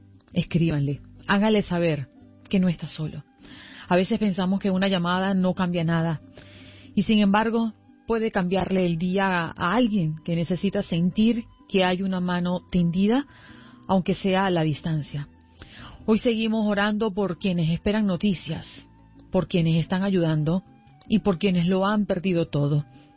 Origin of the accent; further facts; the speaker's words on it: Venezuela; La capacidad que tenemos los venezolanos